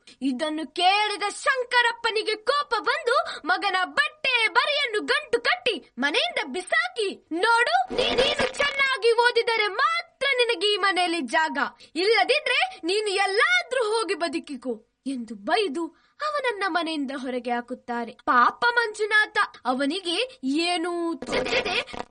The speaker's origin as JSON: {"language": "Kannada", "town": "Moodbidri", "region": "Karnataka", "country": "India", "said": "ನಾನು ಮೂಡಬಿದ್ರೆಯಿಂದ ಬಂದಿದ್ದೇನೆ."}